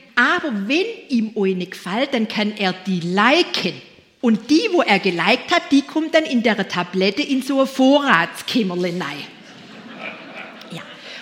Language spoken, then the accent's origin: German; Baden-Württemberg, Germany; Jetzt, bei uns im Schwabenland, da drauf tät ich schon gar wieder, da sind alle Mädchen schön.